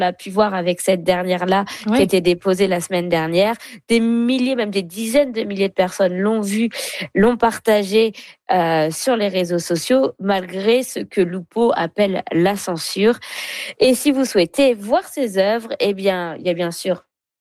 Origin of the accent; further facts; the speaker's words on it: France; À mon accent, vous l'avez reconnu. Hein. Moi, j'ai grandi en France et j'ai plutôt grandi avec le mot football. Mais c'est vrai qu'ici, j'utilise plus le mot soccer.